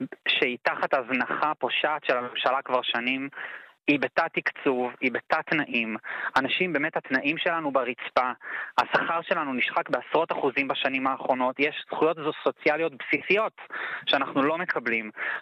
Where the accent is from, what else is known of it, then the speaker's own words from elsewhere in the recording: England, United Kingdom; now in Israel; אני גדלתי בחול, גדלתי באנגליה, למדתי בבית ספר לא בארץ, והחלטתי להיות כאן רופא.